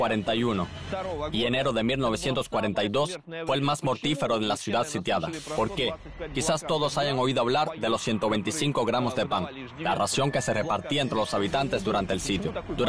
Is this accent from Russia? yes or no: yes; Saint Petersburg, Russia; Leningrado es mi ciudad natal.